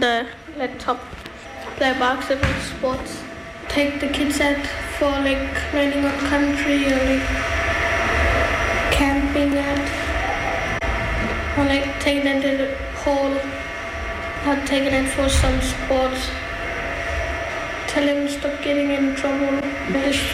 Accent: Northern Territory, Australia; first language Western Aranda; English is a second language; I'm from Tapa Camp, and what language I speak is Western Aranda

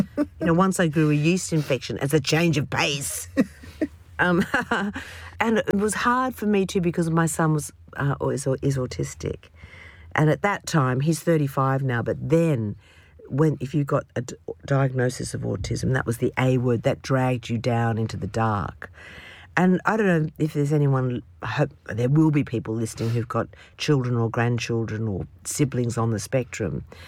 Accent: Australia; especially when it came to Australians. They saw us as the Irish of the Pacific, a kind of recessive gene.

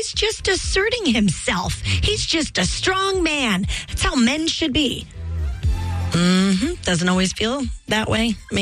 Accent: Montana, United States; also born or lived in Minneapolis; we're from Montana and it's safe. And he was like, you live in Minneapolis.

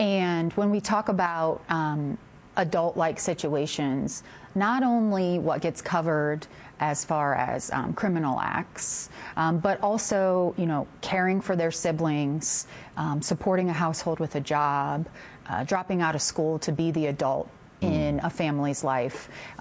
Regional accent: Ohio, United States; now in Cincinnati, United States; And so I'm from Northwest Ohio, and mm-hmm. that's where I was born and raised.

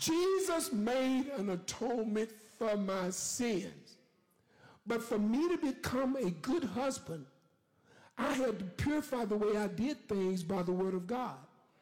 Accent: Huntsville, Texas, United States; born there; I was born in Huntsville, Texas, right up the street.

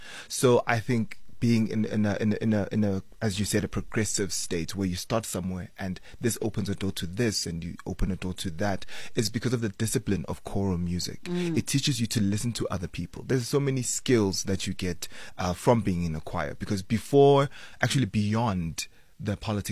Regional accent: South Africa; But as a South African people, as a nation, we love singing.

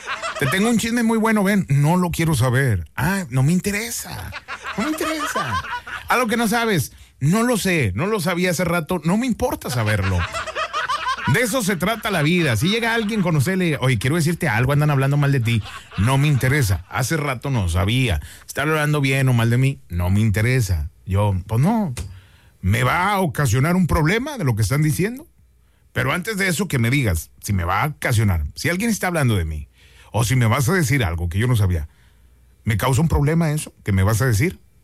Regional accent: Mexico; Buenos días, soy bien mexicano.

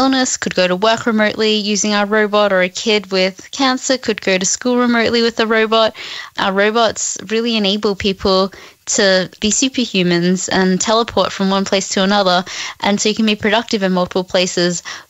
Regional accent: Cairns, Queensland, Australia; even though I grew up in Cairns and far north Queensland, I could type in anything

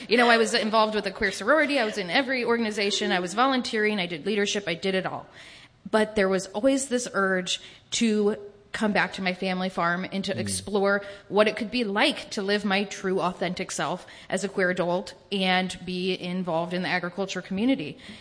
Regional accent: Iowa, United States; Yeah, so I am born and raised in Iowa. I was raised on a pretty typical family farm. We raise, we have a cow-calf herd and raise corn and soybeans. And growing up in a small town, in a small community

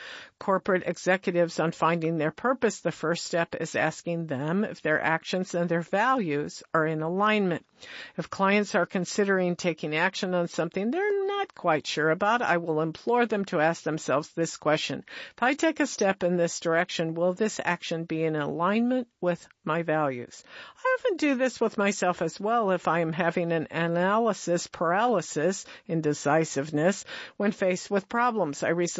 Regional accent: United States; I'm sad to say that I will not be attending the 2026 World Cup in my home country, though.

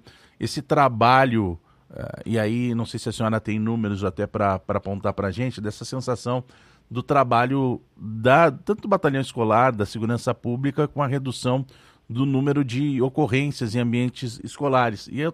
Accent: Rio Grande do Sul, Brazil; moved away; isso eu falando lá do Rio Grande do Sul, que é onde eu nasci

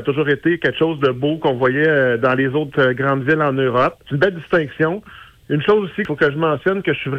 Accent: Asbestos, Quebec, Canada; also born or lived in Montreal; now in Granby, Canada; Moi, j'ai travaillé longtemps sur Montréal. Je suis arrivé à Granby. Moi, je suis natif d'Asbestos.

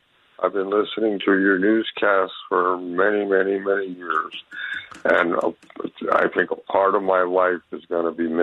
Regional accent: New London, Connecticut, United States; He did an interview in my hometown, which was New London, Connecticut, in 1958

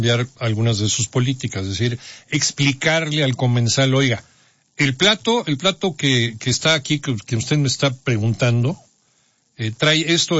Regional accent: Mexico

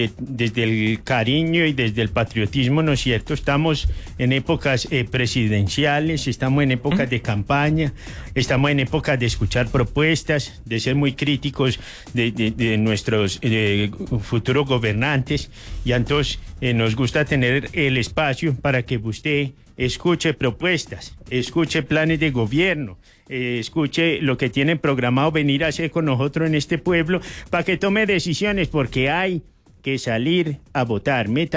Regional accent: Colombia; nosotros como colombianos

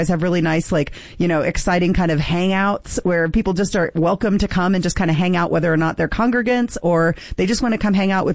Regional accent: Midwest, United States; See, and I'm from the Midwest

